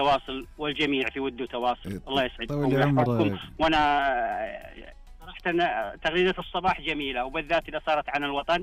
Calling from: Al-Qassim, Saudi Arabia; من القصيم.

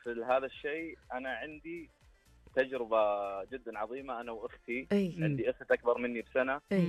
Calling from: Eastern Province, Saudi Arabia; من الشرقية.

